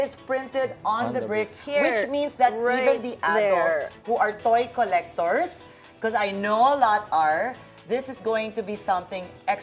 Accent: Philippines

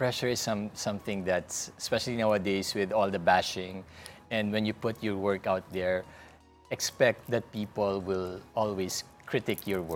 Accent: Philippines; I'm from the Philippines

